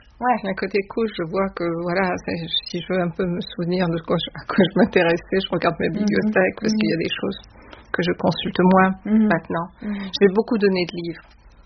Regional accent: Réunion, France

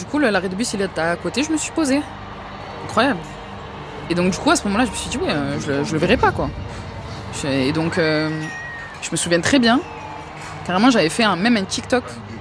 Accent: Marseille, Provence-Alpes-Côte d'Azur, France; Je suis marseillais, je peux pas le.

